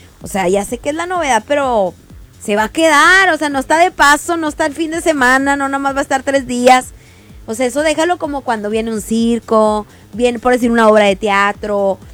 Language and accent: Spanish; Monterrey, Nuevo León, Mexico; Pero pues bueno, así somos los regios, ¿verdad?